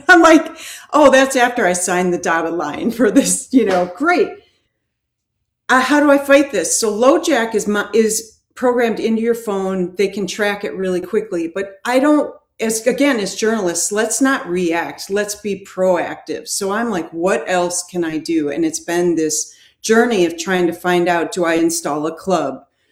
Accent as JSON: {"language": "English", "town": "Milwaukee", "region": "Wisconsin", "country": "United States", "tie": "born or raised there", "said": "So, but first of all, I'm from Milwaukee, okay? So I grew up here."}